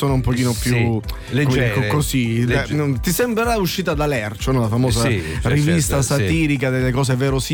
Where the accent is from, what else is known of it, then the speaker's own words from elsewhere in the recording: Sicily, Italy; Io sono siciliano, non irpino.